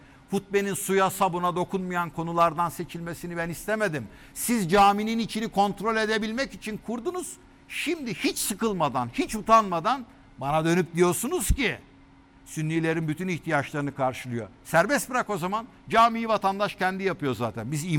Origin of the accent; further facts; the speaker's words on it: Aegean Region, Turkey; Ben Egeliyim. Sahil şeridine gittiğimde söylenenleri duysan katil olmaman mümkün değil.